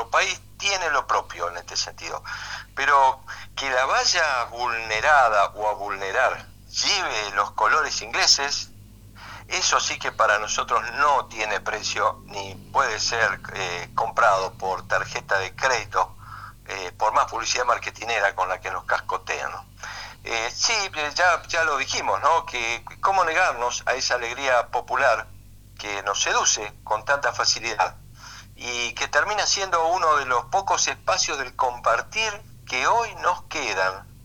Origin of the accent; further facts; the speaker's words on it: Argentina; no soy precisamente ajeno a la alteración cromosómica propia de la inmensa mayoría de los habitantes de estas provincias unidas